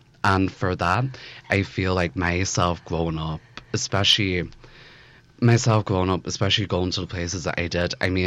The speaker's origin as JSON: {"language": "English", "town": "Belfast", "region": "Northern Ireland", "country": "United Kingdom", "tie": "born or raised there", "said": "I believe myself growing up in Belfast and growing up when I did has definitely influenced how I even, for example, go about documenting my art nowadays."}